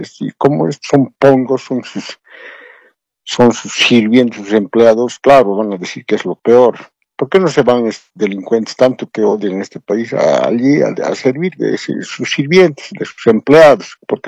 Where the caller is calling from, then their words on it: Cochabamba, Bolivia; le hablo de Cochabamba